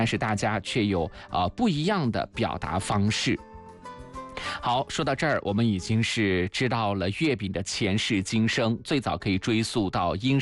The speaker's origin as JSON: {"language": "Chinese", "country": "China", "said": "我们中国人"}